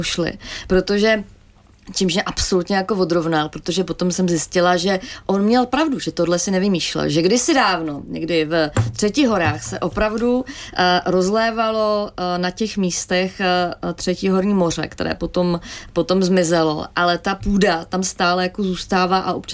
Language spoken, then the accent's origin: Czech; Čejč, South Moravian Region, Czechia; Já jsem z Jižní Moravy.